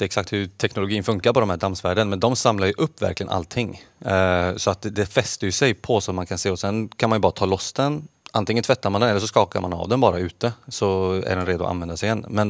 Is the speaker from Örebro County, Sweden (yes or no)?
no; Gothenburg, Västra Götaland County, Sweden; now in Stockholm, Sweden; Ja, jag bor ju egentligen i Stockholm, men jag är från Göteborg.